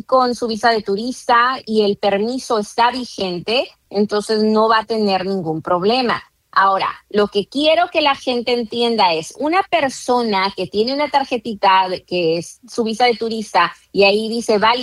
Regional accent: Mexico; now in United States; nosotros los mexicanos

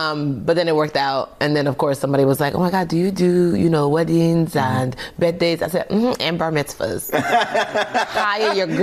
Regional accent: Nigeria; And I was like, how do I do that? I'm Nigerian.

